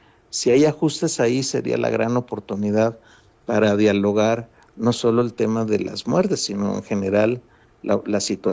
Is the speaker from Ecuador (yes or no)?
no; Mexico; de ese número mínimo, el 80% somos mexicanos